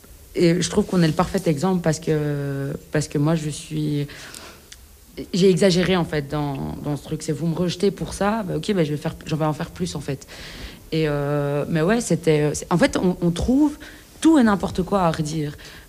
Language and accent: French; Belgium; first language French; moi j'ai grandi en Belgique, je parle que français. Enfin, à l'époque, je parlais que français.